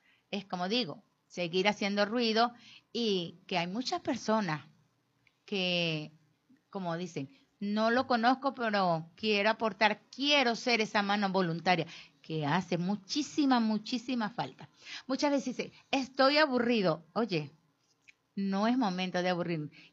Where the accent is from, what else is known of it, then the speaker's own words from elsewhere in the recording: Barquisimeto, Lara, Venezuela; salimos desde Lonín por las principales calles de Barquisimeto, haciendo ruido con ellos, con música, lanzando caramelo. También necesitamos caramelo para lanzar. Necesitamos carro, necesitamos gente, pitos, todo, para decir, hey, existimos, aquí estamos, somos barquisimetanos.